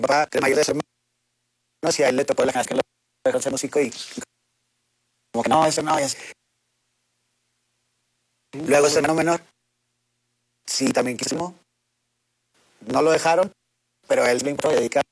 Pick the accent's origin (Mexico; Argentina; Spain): Mexico; Monterrey, Nuevo León; la primera vez que salí de Monterrey para acá